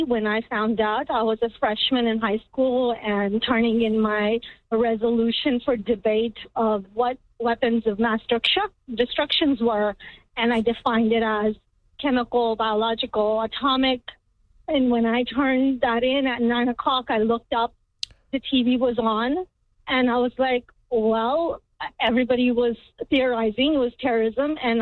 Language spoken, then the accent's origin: English; Sugar Land, Texas, United States; as a Muslim girl growing up here